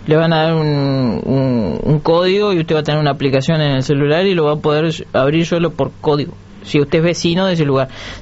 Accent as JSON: {"language": "Spanish", "country": "Uruguay", "said": "Yo no, porque soy de Durán."}